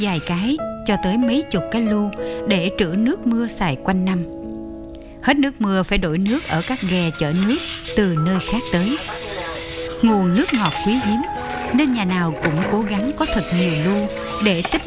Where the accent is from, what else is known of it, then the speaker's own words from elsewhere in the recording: Mekong Delta, Vietnam; ở vùng miệt thứ quê tôi.